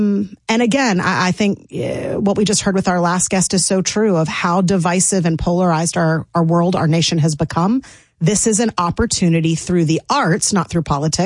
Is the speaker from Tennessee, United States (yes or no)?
yes; Franklin, Tennessee, United States; I'm from Franklin.